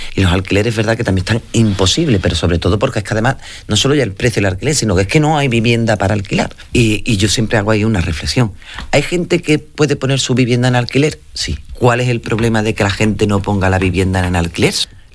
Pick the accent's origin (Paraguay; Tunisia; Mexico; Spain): Spain; Valverde del Camino, Andalusia; yo que soy de Valverde